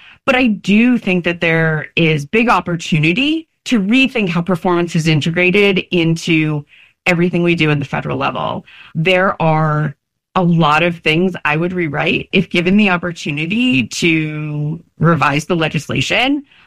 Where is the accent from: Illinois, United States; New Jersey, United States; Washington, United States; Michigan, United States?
New Jersey, United States; as they used to say, where I grew up in New Jersey, we know where the bodies are buried.